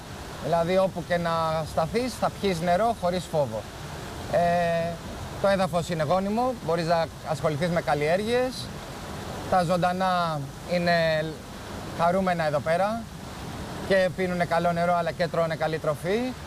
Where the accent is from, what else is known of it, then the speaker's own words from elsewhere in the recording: Athens, Attica, Greece; born there; also born or lived in Portaria; Γεννήθηκα στην Αθήνα. Η καταγωγή του πατέρα μου και του παππού και γενιές πίσω είναι από εδώ πέρα. Έχουμε σπίτι το οποίο είναι 200 χρόνων